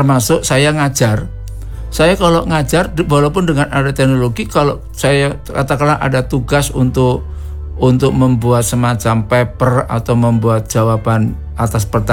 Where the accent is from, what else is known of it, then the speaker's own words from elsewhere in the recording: Java, Indonesia; seperti saya orang Jawa, istri saya orang Ambon.